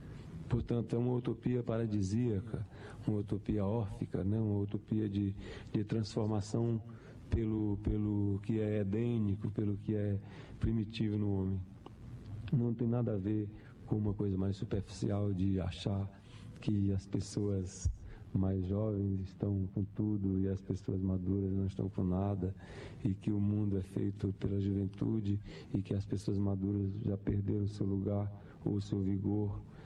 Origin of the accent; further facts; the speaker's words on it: Sobral, Ceará, Brazil; o fato de sermos latino-americanos, sendo brasileiros, sendo cearenses, sendo de Sobral